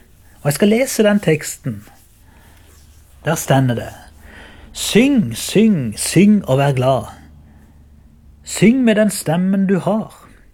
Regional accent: Byremo, Agder, Norway

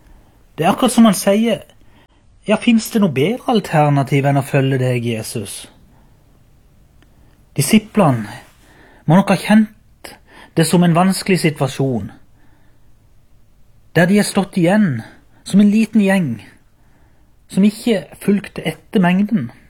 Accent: Byremo, Agder, Norway

